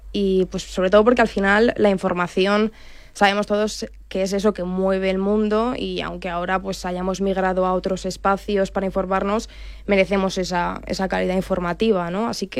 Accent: Alicante, Valencian Community, Spain; vamos a charlar, como decimos en Alicante, en mi tierra, bastante hoy, seguro.

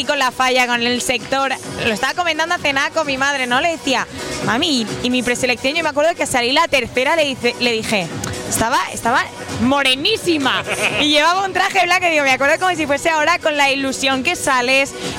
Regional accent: Valencia, Valencian Community, Spain; moved away as an adult; now in Madrid, Spain

